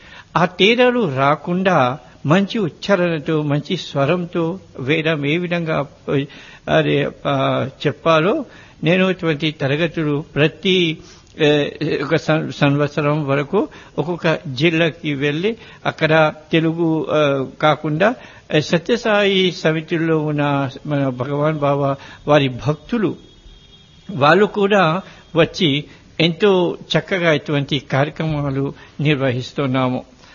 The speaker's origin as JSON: {"language": "Telugu", "country": "Mauritius", "first_language": "Mauritian Creole", "second_language": "Telugu", "said": "నేను భారతీయుణ్ణి కాను, నేను ఆంధ్రుణ్ణి కూడా కాను. ఎందుకనగా మా పూజనీయులైన పూర్వీకులు 200 సంవత్సరాల క్రితం మీ ఆంధ్ర పుణ్యభూమి నుంచి సప్త సముద్రాలు దాటి మారిషస్ దేశానికి వెళ్లారు."}